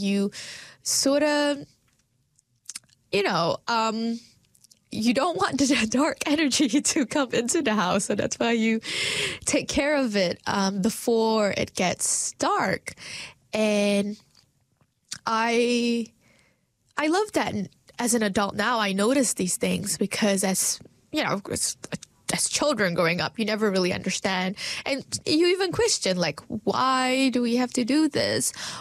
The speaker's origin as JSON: {"language": "English", "country": "Malaysia", "tie": "born or raised there", "moved": "yes", "said": "growing up in Malaysia"}